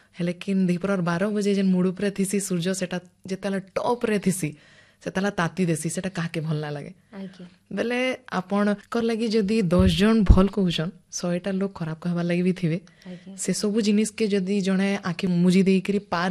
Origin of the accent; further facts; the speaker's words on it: Sambalpur, Odisha, India; but steel ଆମେ ସମ୍ବଲପୁରରୁ first time Mumbai ଯାଉଥିଲୁ ସଭେ